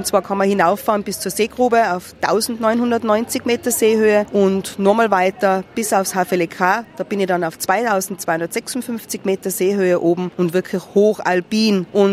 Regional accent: Innsbruck, Tyrol, Austria; als Innsbrucker

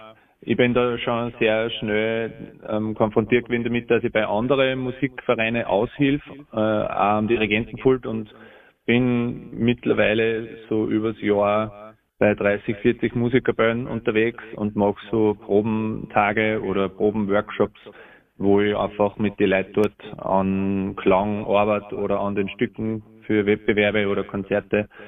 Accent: Waidhofen an der Ybbs, Lower Austria, Austria; Ja, ich komme aus Weidhofen an der Ips im Ostviertel in Niederösterreich

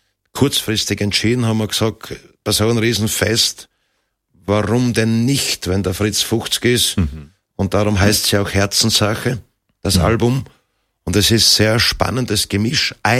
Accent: Styria, Austria; Und wir kommen ja aus der Region rund um Bad Waltersdorf

